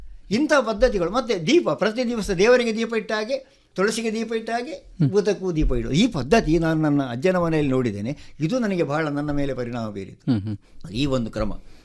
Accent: Padubidri, Karnataka, India; ಕುಂಜೂರು ಅಥವಾ ಎಲ್ಲೂರು ಗ್ರಾಮದ ಕುಂಜೂರು. ಪಡುಬಿದ್ರಿಯಲ್ಲಿ ನನ್ನ ಅಜ್ಜನ ಮನೆ ದೊಡ್ಡ ಜಮೀನ್ದಾರರವರು. ಹೌದೌದು, ಆ ಜಮೀನ್ದಾರರ ಮನೆಯಲ್ಲಿ ಒಬ್ಬ ಮೊಮ್ಮಗನಾಗಿ ನಾನು ಹುಟ್ಟಿ ಬೆಳೆದವು. ಬಹುತೇಕ ನನ್ನ ಬಾಲ್ಯ ಅಲ್ಲೇ ಕಳೆಯಿತು, ಪಡುಬಿದ್ರಿಯಲ್ಲೇ ಕಳೆಯಿತು.

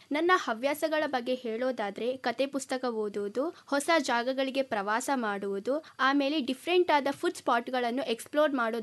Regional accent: Udupi, Karnataka, India; now in Mysore, India; ಮೂಲತಃ ಉಡುಪಿಯವಳು. ಪ್ರಸ್ತುತ ಮೈಸೂರು ವಿಶ್ವವಿದ್ಯಾನಿಲಯದ ಮಾನಸಗಂಗೋತ್ರಿ ಕ್ಯಾಂಪಸ್ನಲ್ಲಿ ಜರ್ನಲಿಸಂ ಅಂಡ್ ಮಾಸ್ ಕಮ್ಯುನಿಕೇಷನ್ ವಿಭಾಗದಲ್ಲಿ ಪ್ರಥಮ ವರ್ಷ ವಿದ್ಯಾರ್ಥಿಯಾಗಿ ಓದ್ತಿದ್ದೇನೆ.

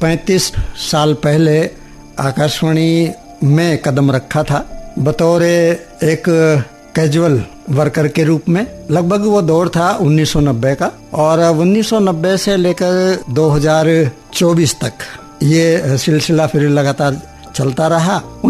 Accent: a village near Saharanpur district, Uttar Pradesh, India; मेरे घर के पास ही, सहारनपुर जिले के पास ही लगभग 15-20 किलोमीटर दूर मेरा गाँव था।

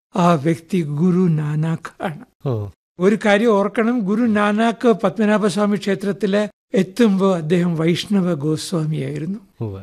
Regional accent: Kayamkulam, Kerala, India; now in Thiruvananthapuram, India; ഞാൻ തിരുവനന്തപുരത്താണ് ജീവിക്കുന്നത്. ഞാൻ പക്ഷെ ജനിച്ചത് കായംകുളത്താണ്.

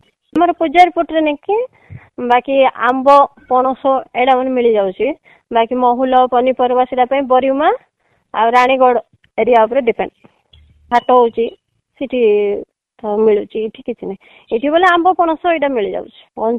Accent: Jeypore, Odisha, India; ମୋ ଗାଁଟା ଜୟପୁର, ମୁଁ ଆସିକି ଏଠି ରହିଲି, ମୁଁ ବହୁତ ହସ ଖୁସିରେ ଅଛି

